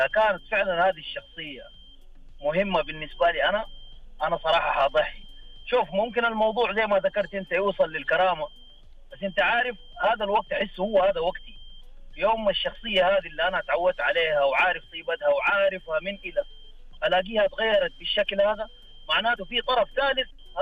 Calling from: Mecca, Makkah Province, Saudi Arabia

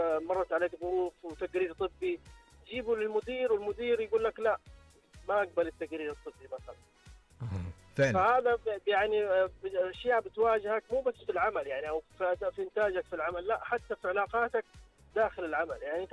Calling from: Jeddah, Makkah Province, Saudi Arabia; جدة. جدة،

